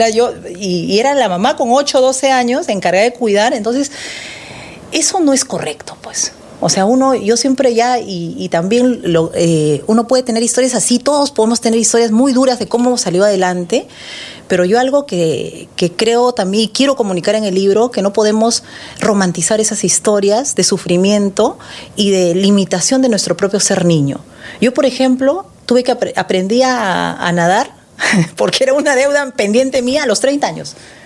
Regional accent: Ancash, Peru; Yo vengo de una familia de Ancash, pero no de una familia pues de profesionales o de gente de la ciudad, ¿no? Yo vengo de una familia de La Puna, ¿no?, de 4.000 metros de altura, gente dedicada a la agricultura

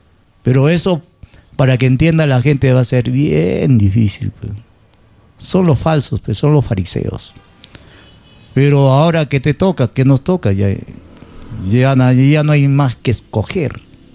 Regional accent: Peru; Son momentos especiales que vive el pueblo peruano, que vivimos nosotros como pueblo.

